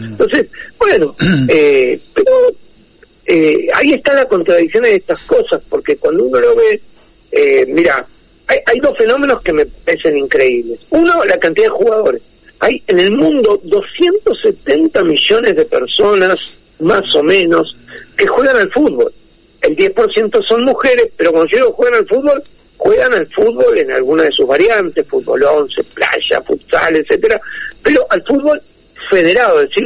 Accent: Uruguay; como diríamos uruguayos, una cosa es una cosa y otra cosa es otra cosa.

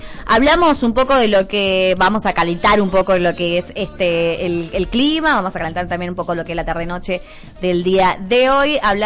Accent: Argentina; más siendo más argentinos que nunca

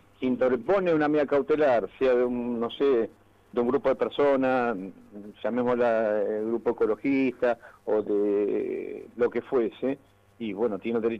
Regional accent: Ramallo, Buenos Aires, Argentina; usted sabe que yo soy de Sánchez

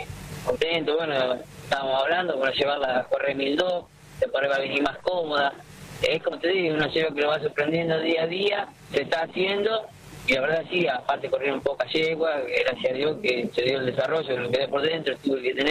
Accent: Olavarría, Buenos Aires Province, Argentina; Yo soy de Olavarría

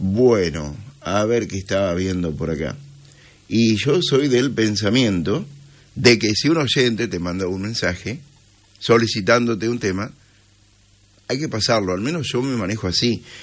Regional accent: Argentina; moved away; Yo me acuerdo que era chico, vivía en mi pueblo, en Lampilleta, y ya escuchaba radio.

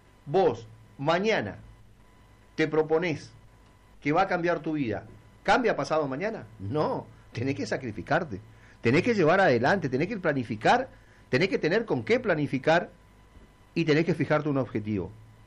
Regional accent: Chaco, Argentina; somos todos chaqueños, hermanos, somos todos chaqueños, los indios, los mestizos y los criollos, somos todos chaqueños.

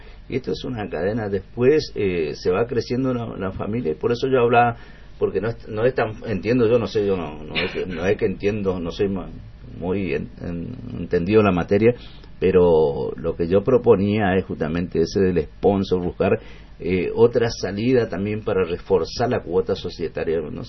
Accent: Sarmiento, Argentina; yo soy de Sarmiento y me hago socio del club, pero para colaborar

